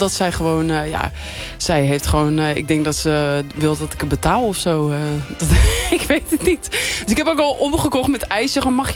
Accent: Veenwouden, Friesland, Netherlands; In de middle of nowhere, zoals het nu klinkt. In Veenwoude, ja, klein dorpje in Friesland.

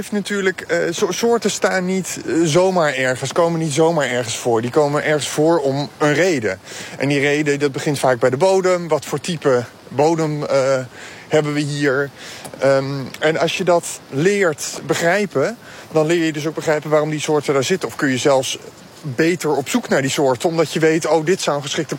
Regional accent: Netherlands; Nederland vergeten we daar snel bij natuurlijk als Nederlanders.

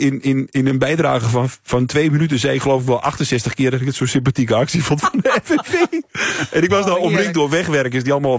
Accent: Glanerbrug, Overijssel, Netherlands; Omdat ik kom uit Glanenbrug, klein dorpje. Dorpje van niks eigenlijk, tussen Enschede en Duitsland.

